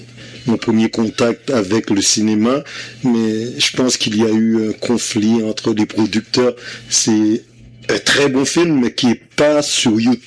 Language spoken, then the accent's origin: French; Montreal, Quebec, Canada; bien que j'ai grandi à Montréal parce que je suis arrivé à l'âge de 6 ans, le fait que je sois chanteur et je chantais à l'église, donc j'ai toujours utilisé le créole.